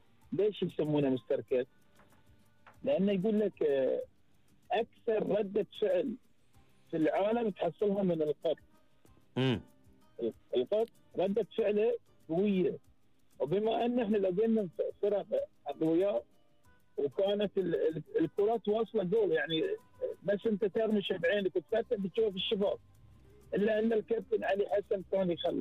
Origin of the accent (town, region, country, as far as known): Bahrain